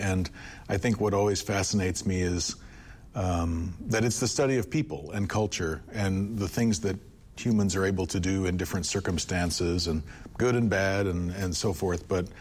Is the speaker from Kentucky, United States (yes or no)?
no; Fargo, North Dakota, United States; moved away as an adult; now in Upper Peninsula of Michigan, United States; I grew up in North Dakota.